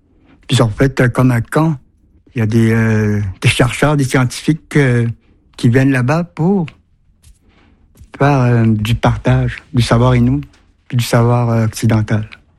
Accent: Pessamit, Quebec, Canada; Je suis natif de Pessamit.

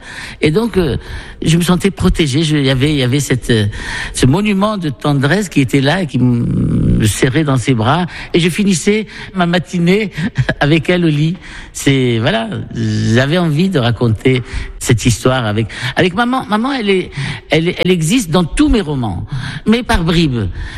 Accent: Marrakesh, Marrakesh-Safi, Morocco; fin fond de la Médina de Marrakech, dans une rue qui s'appelle Derb Jdid, à Riad Zitoun El Kedim. Et j'ai passé toute mon enfance en Médina, au milieu d'une famille nombreuse.

